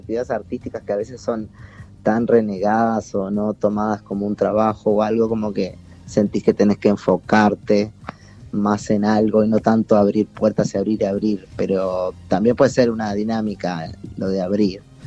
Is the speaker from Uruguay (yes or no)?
yes; Uruguay; porque incluso yo soy uruguayo. En Uruguay hay un montón de ejemplos de casos y de artistas multidisciplinarios.